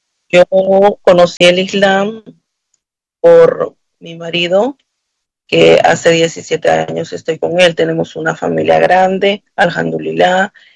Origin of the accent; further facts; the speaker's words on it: Peru; now in Argentina; Yo no soy argentina, soy de latinoamericana, pero soy de Perú, de otro país cerca de aquí.